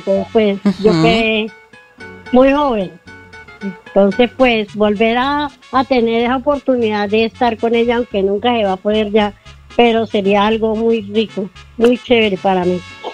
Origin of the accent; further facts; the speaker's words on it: Espinal, Tolima, Colombia; moved away; A mí me gustaría volver a los tiempos cuando yo me crié en el Espinal con mi mamá.